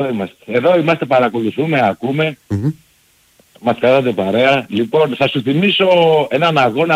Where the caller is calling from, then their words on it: Slovenia; από τη Σλοβενία